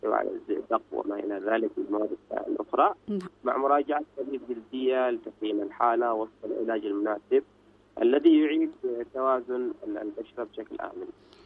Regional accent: Yemen; وعندنا في اليمن غالباً السبب يكون وقات قد يكون له سبب كبير.

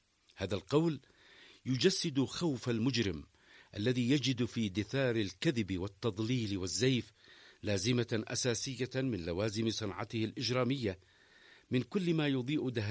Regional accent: Yemen; والعدوان البربري ورديفه الحصاري على بلدنا اليمن بقيادة أمريكا وشريكاتها من دول الغرب الصهيوني المستكبر

